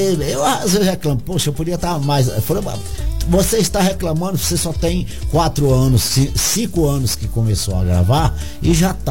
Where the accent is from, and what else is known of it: Brasília, Federal District, Brazil; born there; also born or lived in Nova Russa, Ceará